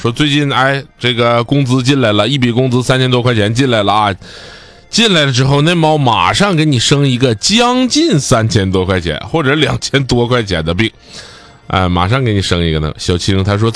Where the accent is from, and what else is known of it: Northeast China, China